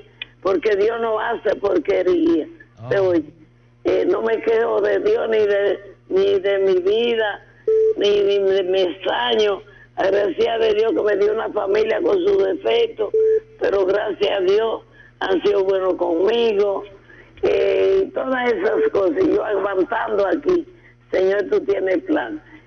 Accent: Santiago, Dominican Republic; yo soy de Posiquito del Limón, y yo para venir a misa aquí a Navarrete los domingos por la mañana, cogía burro emprestado.

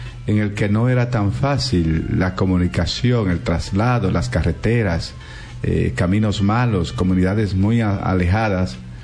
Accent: San Francisco de Macorís, Duarte, Dominican Republic; nosotros que somos, no somos del centro de La Vega, somos de San Francisco y toda esa zona

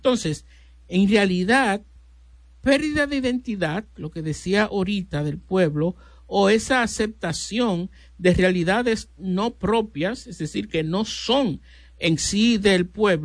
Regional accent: Dominican Republic; nosotros mismos también, como dominicanos

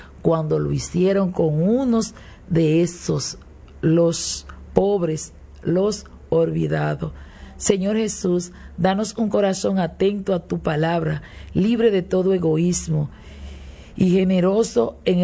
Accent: Dominican Republic

